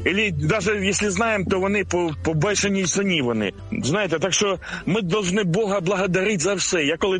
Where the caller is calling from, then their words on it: Kharkiv, Kharkiv Oblast, Ukraine; я із Харкова вас безпокою.